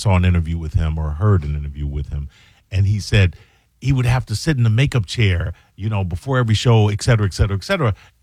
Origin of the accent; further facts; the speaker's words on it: Chicago, Illinois, United States; He was a former Chicago police officer, retired as a Chicago police officer because we're all from Chicago, and then ended up moving down here.